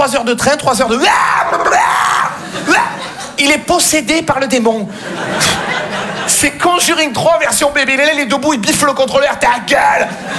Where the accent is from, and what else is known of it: Marseille, Provence-Alpes-Côte d'Azur, France